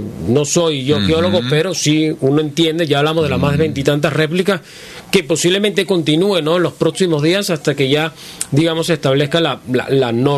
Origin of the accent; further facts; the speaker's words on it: Venezuela; al final somos todos venezolanos